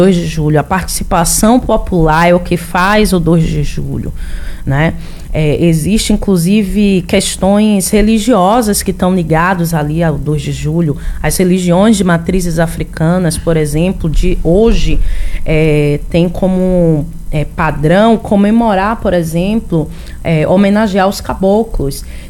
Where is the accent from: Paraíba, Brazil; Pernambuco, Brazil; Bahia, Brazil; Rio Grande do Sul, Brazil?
Bahia, Brazil; nós, enquanto baianos